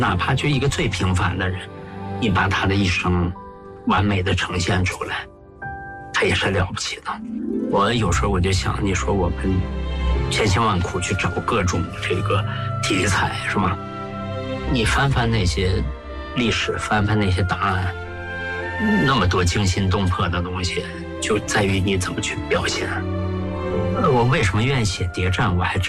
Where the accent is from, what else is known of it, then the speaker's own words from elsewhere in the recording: Heilongjiang, China; 就因为我本身是黑龙江人嘛，小时候文目睹，我对那块土地特别熟悉嘛